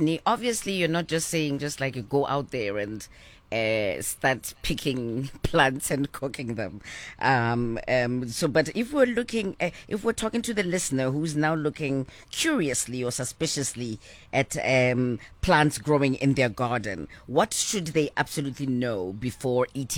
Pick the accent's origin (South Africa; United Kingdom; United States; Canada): South Africa; Maybe I'm typical South African.